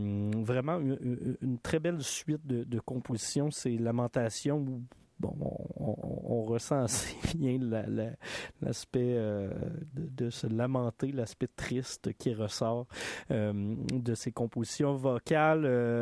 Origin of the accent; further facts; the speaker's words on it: Quebec, Canada; plus près de chez nous au Québec